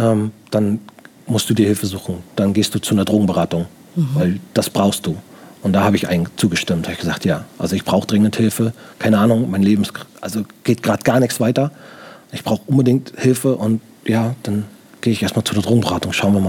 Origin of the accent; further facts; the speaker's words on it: Baltic coast, Germany; Ich komme aus der Nähe von der Ostsee.